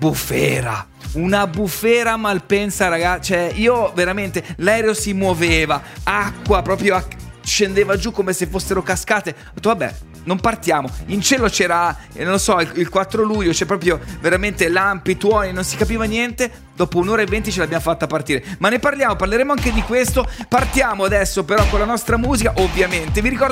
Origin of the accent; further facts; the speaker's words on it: Pescara, Abruzzo, Italy; moved away; dalla mia città natale, come dicevo poco fa con Dario Spada, da Pescara.